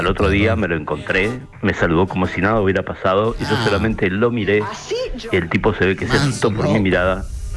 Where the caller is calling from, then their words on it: Buenos Aires, Argentina; yo soy el que una vez les contó sobre los accidentes de tránsito acá en Buenos Aires.